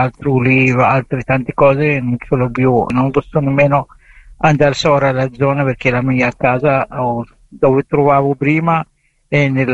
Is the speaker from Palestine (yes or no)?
yes; Khan Yunis, Gaza Strip, Palestine; sono di Khan Yunis